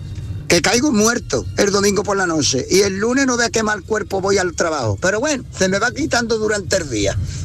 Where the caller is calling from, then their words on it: Málaga, Andalusia, Spain; Vamos a ver … de Málaga.